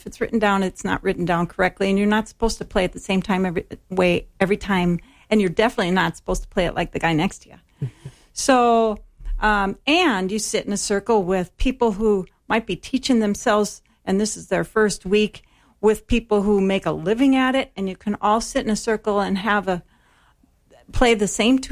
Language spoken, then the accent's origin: English; Milwaukee, Wisconsin, United States; I grew up in Milwaukee in a musical family